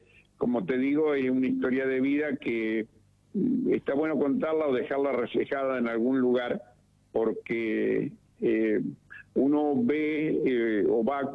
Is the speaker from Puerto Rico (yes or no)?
no; Lucas González, Entre Ríos, Argentina; born there; desde que yo nací en Entre Ríos, en Luca González, porque el circo de mis padres pasaban por ahí.